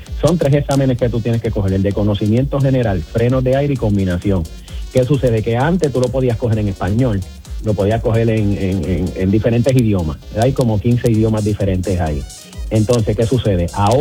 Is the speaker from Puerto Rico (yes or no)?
yes; Puerto Rico; now in United States; yo que vengo de Puerto Rico es un país que somos consumistas